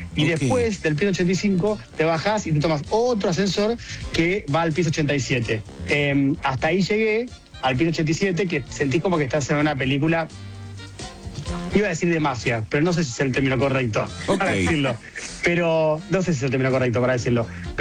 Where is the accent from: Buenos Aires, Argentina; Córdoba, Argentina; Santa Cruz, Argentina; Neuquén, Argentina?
Buenos Aires, Argentina; Llevo muy conmigo dos características que son la argentinidad y la porteñidad.